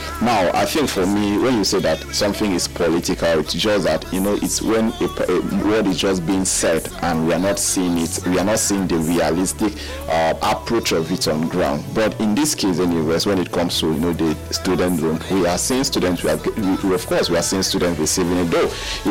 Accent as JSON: {"language": "English", "country": "Nigeria"}